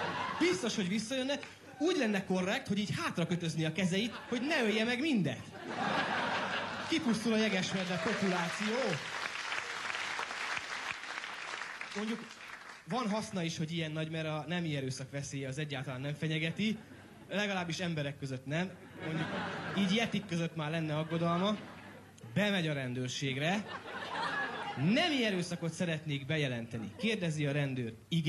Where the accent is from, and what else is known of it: Hungary; born or raised there; moved away